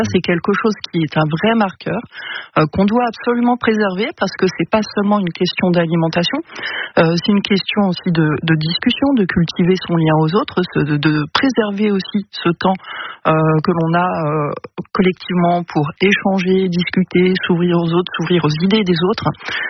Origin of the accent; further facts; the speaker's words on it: Belgium; now in Lille, France; Mais je viens de Belgique